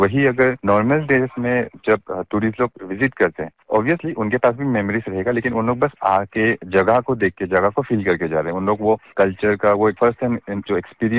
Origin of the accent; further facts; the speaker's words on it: Namsai, Arunachal Pradesh, India; और मैं नामसाई का रहने वाला हूँ।